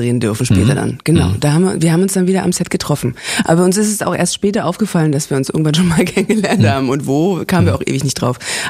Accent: Zossen, Brandenburg, Germany; born there; Im schönen Brandenburg, genau. Andere sagen Paris, ich bin in Zossen geboren.

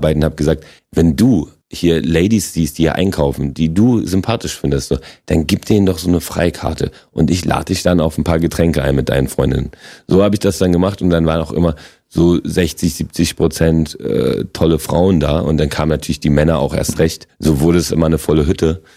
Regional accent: Berlin, Germany; accent: Berlin; also born or lived in Poland; Berlin der Fall und das ist meine Heimat

